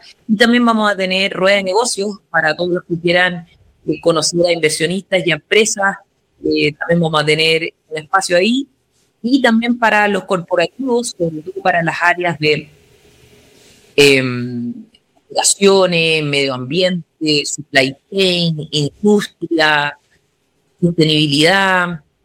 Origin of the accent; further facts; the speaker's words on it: Linares, Maule, Chile; born there; Mira, yo también soy de regiones. Yo nací en el Maule, en el Linares específicamente.